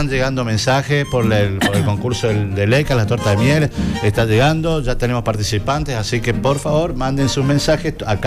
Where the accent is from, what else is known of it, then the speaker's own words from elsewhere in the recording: Corrientes, Argentina; born there; moved away; te recordé muchas cosas de Corrientes y de nuestras raíces